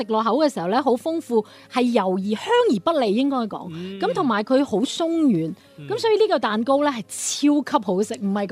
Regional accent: Guangzhou, Guangdong, China; accent: Cantonese; 翻譯成呢我們廣州話就叫做乾撈麵

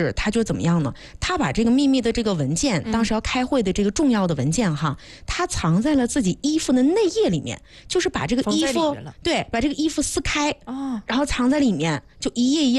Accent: China; 嗨，我是中国人。

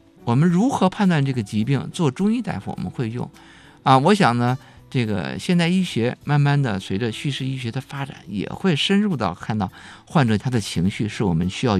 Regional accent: China

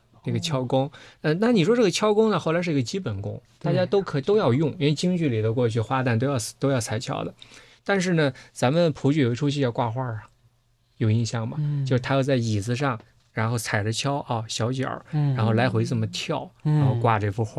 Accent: Shandong, China; 我山东人嘛

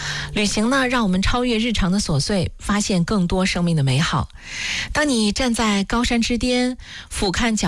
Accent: Hebei, China; 来人杰地灵的我们的家乡河北

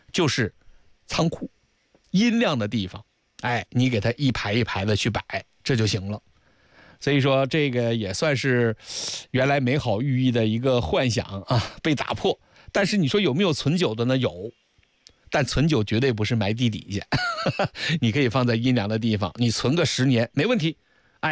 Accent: Shaoxing, Zhejiang, China; 咱们绍兴人

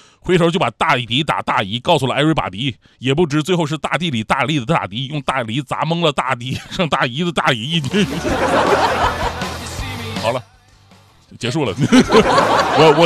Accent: Northeast China, China

